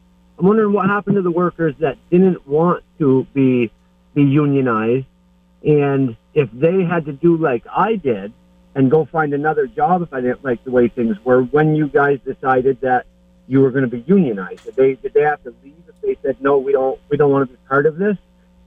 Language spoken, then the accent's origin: English; Burlington, Vermont, United States; I, too, was born in Burlington, Vermont, and I grew up in Chittenden County.